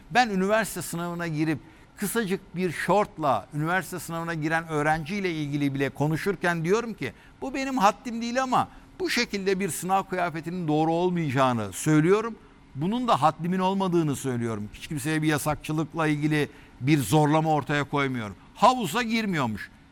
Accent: Aegean Region, Turkey; Ben Egeliyim. Sahil şeridine gittiğimde söylenenleri duysan katil olmaman mümkün değil.

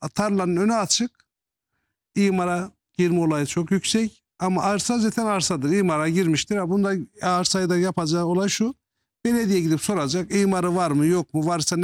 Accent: Istanbul, Turkey; Biz Yenibosna'dan.

